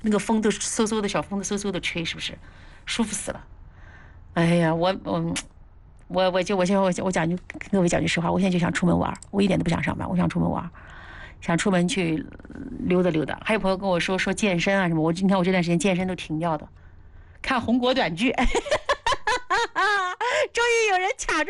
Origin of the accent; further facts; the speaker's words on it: Anhui, China; now in Hefei, China; 我可能就搬到石台啊，那因为离我老家近，你知道吧？那个离铜陵很近